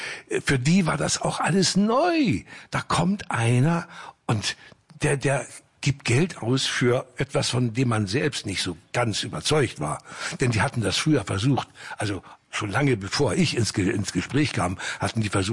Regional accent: Hamburg, Germany; weil ich bin auf dem Kiez eigentlich groß geworden.

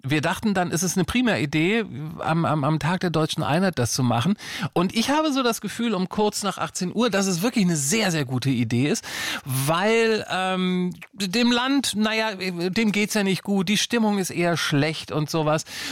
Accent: Lower Saxony, Germany; born there; ich bin in Niedersachsen geboren worden, Ende der 60er Jahre, meine Eltern hatten kein Geld, mussten dann also so in der Woche in fremden Städten arbeiten

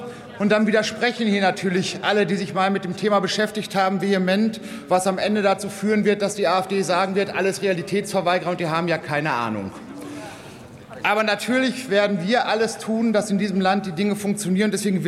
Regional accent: Dortmund, North Rhine-Westphalia, Germany; das ich aus meinem Wahlkreis meiner Heimatstadt Dortmund kenne

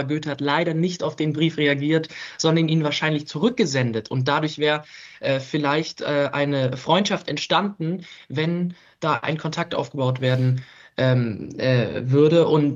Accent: Weimar, Thuringia, Germany; Ja, das Album steht im Kontext von meiner Heimatstadt Weimar, in der ich geboren wurde und schon immer lebe.

